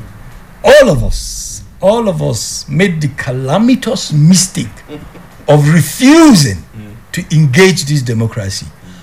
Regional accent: Kaduna State, Nigeria; born there; moved away; I went back to my home state of Kaduna.

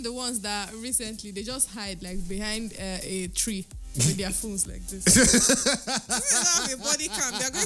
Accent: Nigeria; I'll go as Nigerian, not even a child of Nigeria.

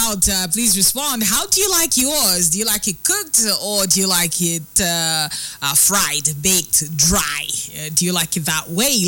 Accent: Enugu State, Nigeria; Soba, I'm from Enugu State. As a matter of fact, my junction is called Akinokwa.

